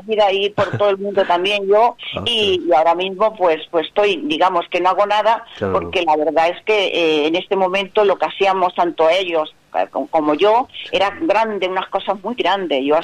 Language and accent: Spanish; Andújar, Andalusia, Spain; Yo soy andaluza de Andújar, y yo soy de Andújar